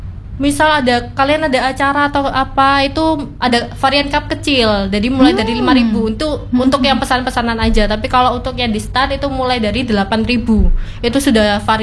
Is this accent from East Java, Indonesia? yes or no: yes; Surabaya, East Java, Indonesia; sebagai orang Surabaya